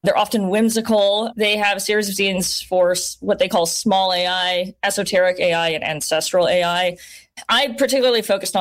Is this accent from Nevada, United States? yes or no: yes; Las Vegas, Nevada, United States; I'm from Las Vegas, by the way. So, this is also very personal to me when it comes to folks building giant infrastructure in the desert